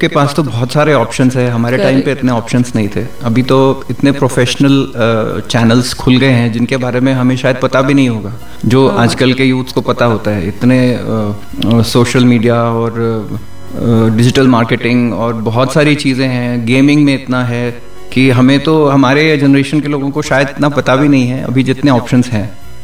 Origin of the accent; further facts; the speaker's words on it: Kanpur, Uttar Pradesh, India; moved away as an adult; also born or lived in Delhi / Ahmedabad, Gujarat / Lucknow; now in Belagavi, India; मेरा जन्म यूपी उत्तर प्रदेश में हुआ था और मेरी पढ़ाई 12th क्लास तक उत्तर प्रदेश में ही हुई है, कानपुर में।